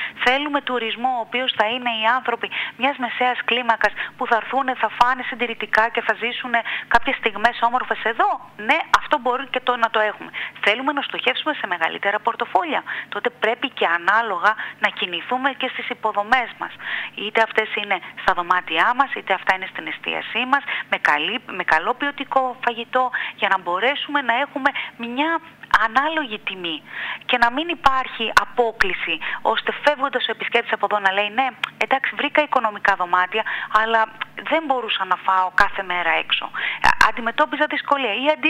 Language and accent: Greek; Samos, North Aegean, Greece; Και δεν είναι μόνο το ότι εγώ είμαι σαμιώτης κατ' εφημισμό.